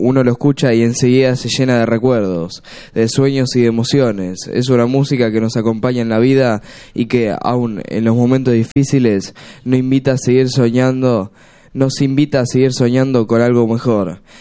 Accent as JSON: {"language": "Spanish", "region": "Buenos Aires", "country": "Argentina", "tie": "born or raised there", "said": "Yo nací y me crié en San Telmo, en un barrio donde el tango se respiraba en cada esquina y formaba parte de la vida cotidiana."}